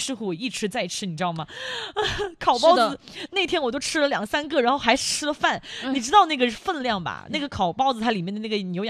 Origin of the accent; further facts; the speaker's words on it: Hunan, China; 我们湖南人